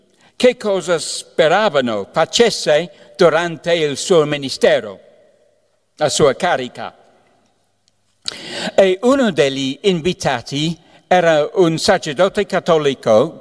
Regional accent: Scotland, United Kingdom; Italian is a second language; moved away; non sono italiano, sorpresa, no? Sono britannico, dunque, scozzese, diciamo

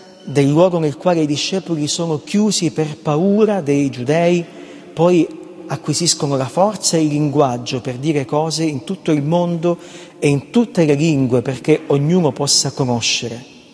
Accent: Calabria, Italy; io sono della Calabria

